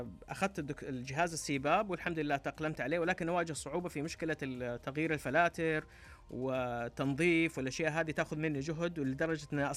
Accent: Saudi Arabia; عندنا في السعودية

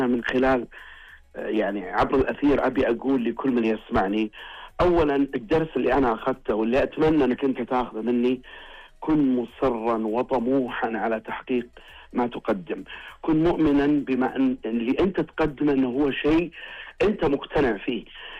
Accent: Saudi Arabia; نحافظ على اطار ثقافتنا احنا كسعوديين

